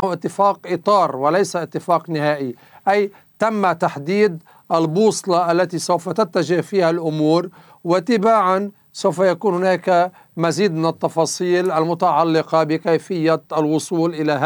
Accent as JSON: {"language": "Arabic", "country": "Lebanon"}